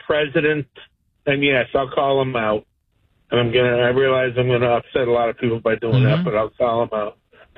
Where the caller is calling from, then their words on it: United States; my level of pride as American, as an American, has dropped precipitously.